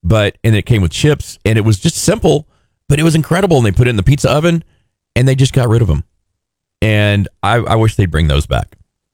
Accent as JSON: {"language": "English", "town": "Pearsall", "region": "Texas", "country": "United States", "tie": "born or raised there", "moved": "as an adult", "said": "we didn't have a McDonald's growing up in Pearsall."}